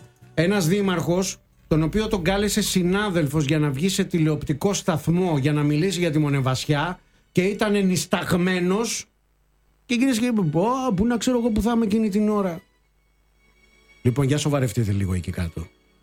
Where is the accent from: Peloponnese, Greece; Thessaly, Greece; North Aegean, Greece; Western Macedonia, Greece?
Peloponnese, Greece; Είδες, για να είμαστε από Λακωνία και αρκετά κοντά, συνεννοούμαστε.